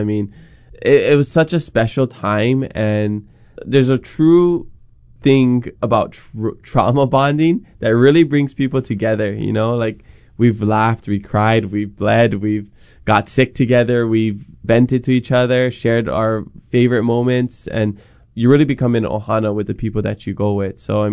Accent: Hilo, Hawaii, United States; growing up in Hilo

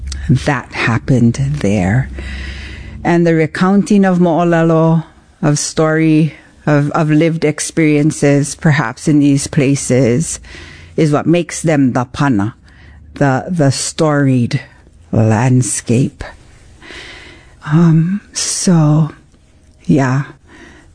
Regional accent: Hawaii, United States; After all, we are in Hawaii. We are Hawaiian.

